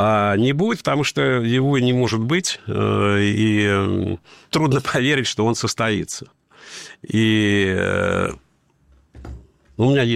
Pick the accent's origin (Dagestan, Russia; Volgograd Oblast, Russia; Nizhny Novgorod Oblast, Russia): Dagestan, Russia; В России я дагестанец, а в мире я русский.